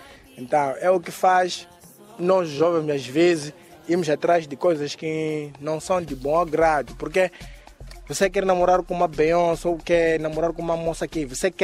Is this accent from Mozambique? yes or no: yes; Matola, Maputo, Mozambique; aqui tenho 27 anos, sou daqui da Zada Matola.